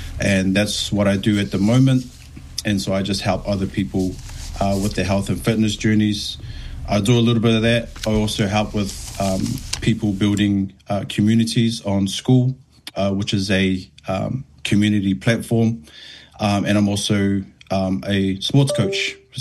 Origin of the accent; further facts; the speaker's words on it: Wellington, New Zealand; I was born and raised in Wellington. My parents … come from Auckland, and my grandpa was from Avisele.